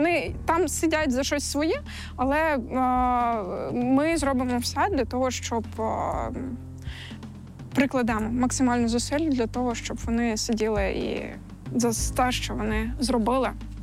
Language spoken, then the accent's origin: Ukrainian; Crimea, Ukraine; мого рідного Криму